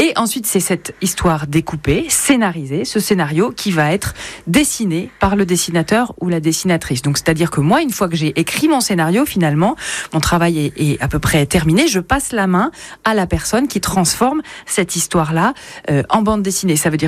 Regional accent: Orléans, Centre-Val de Loire, France; born there; also born or lived in Paris; now in Morbihan, France; moi je suis née au bord de la Loire parce que je suis née à Orléans, ouais. Mais depuis une dizaine d'années, je vis au sud du Morbihan, au vert et pas loin de l'eau.

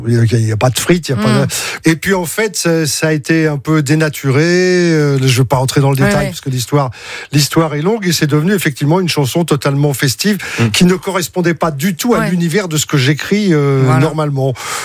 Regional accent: Paris, Île-de-France, France; Oh, moi, je suis un parigot.

